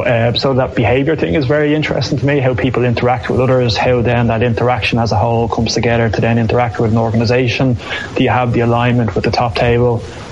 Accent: Glasnevin, County Dublin, Ireland; one of the ways which we're very lucky is that I grew up in Glasnevin, which so happens to have my own club, Nafin, in it

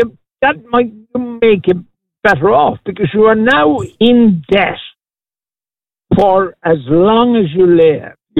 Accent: Cork, Munster, Ireland; born or raised there; moved away as an adult; now in Foxrock, Ireland

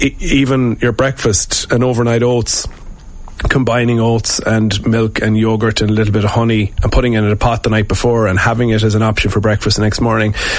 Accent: Sligo, Connacht, Ireland; moved away as an adult; now in Dublin, Ireland; So I'm from Sligo, but I'm in Dublin now for nearly 20 years

